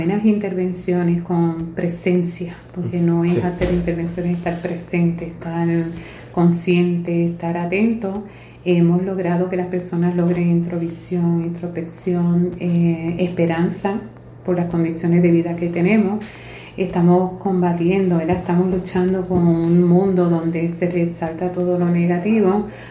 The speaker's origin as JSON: {"language": "Spanish", "town": "Aibonito", "country": "Puerto Rico", "tie": "born or raised there", "said": "soy albuniteña de pura cepa."}